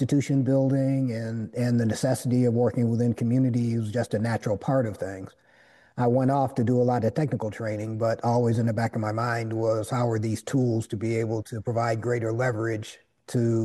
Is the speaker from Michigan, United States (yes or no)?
yes; Detroit, Michigan, United States; Well, I grew up in Detroit in a very active family and community.